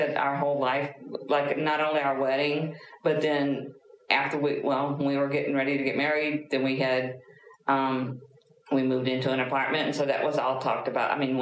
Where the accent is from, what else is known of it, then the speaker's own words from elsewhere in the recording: Belmont, Missouri, United States; born there; No, I was born down in Missouri.